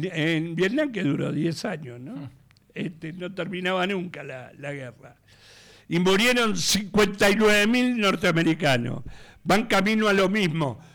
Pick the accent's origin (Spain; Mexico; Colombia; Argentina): Argentina